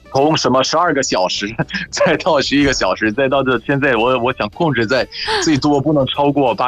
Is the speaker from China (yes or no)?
no; Egypt; Chinese is a second language